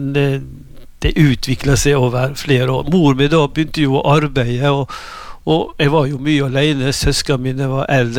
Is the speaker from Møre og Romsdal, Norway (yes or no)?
yes; Ålesund, Møre og Romsdal, Norway; Mitt liv, det startet på en øy utenfor Ålesund som heter Store Kalvøya. Der ble jeg født. Jeg ble født på Ålesund sykehus, men jeg håper jeg ble født i full storm utenfor Ålesund.